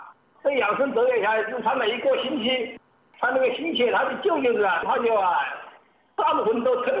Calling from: Xiantao, Hubei, China; 我是仙桃杨明伟镇。

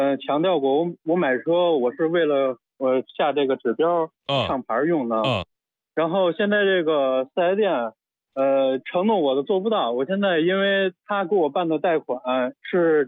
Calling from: Beijing, China; 我是北京人

